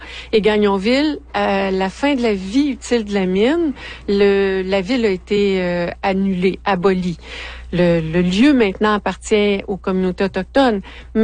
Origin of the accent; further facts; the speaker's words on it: Baie-Comeau, Quebec, Canada; moved away; moi, je viens de la Côte-Nord, Baie-Comeau.